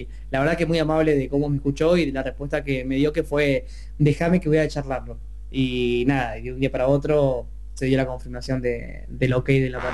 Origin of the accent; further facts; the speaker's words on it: General Villegas, Buenos Aires Province, Argentina; soy acá de Villegas